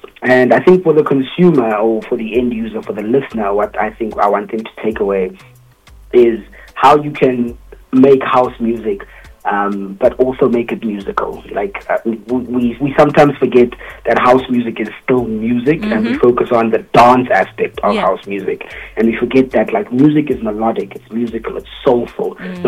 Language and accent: English; South Africa